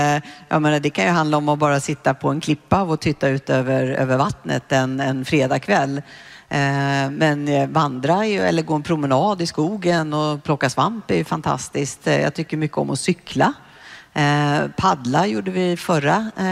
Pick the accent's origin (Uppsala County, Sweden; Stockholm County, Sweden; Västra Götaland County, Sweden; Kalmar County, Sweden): Uppsala County, Sweden; Uppsala; När jag växte upp och började titta runt omkring mig hemma i Uppsala